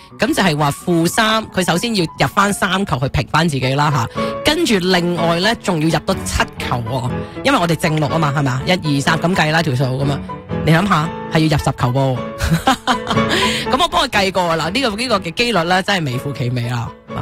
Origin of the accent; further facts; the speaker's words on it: Canada; 咁我哋加拿大人可以睇波啦